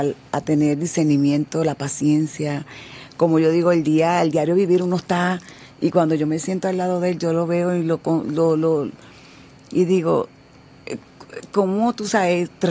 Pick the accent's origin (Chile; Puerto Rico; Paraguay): Puerto Rico; moved away; Yo siendo boricua, después de 35 años volver a mi país, me siento orgullosa de ser puertorriqueña